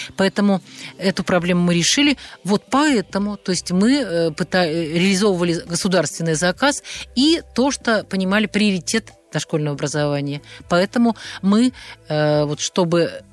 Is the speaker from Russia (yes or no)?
yes; Nizhny Novgorod Oblast, Russia